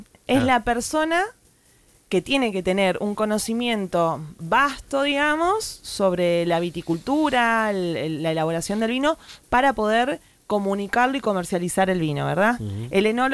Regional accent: Argentina; los argentinos somos los mejores del mundo.

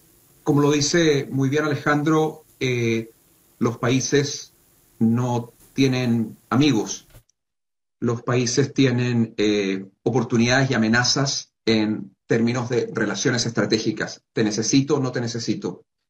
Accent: Chile; al final del día soy un soldado chileno.

